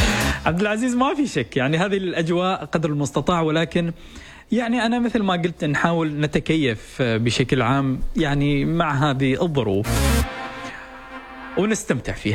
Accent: Oman; بلدنا عمان

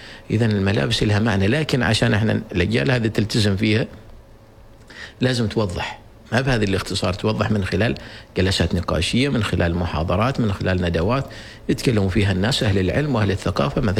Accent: Oman

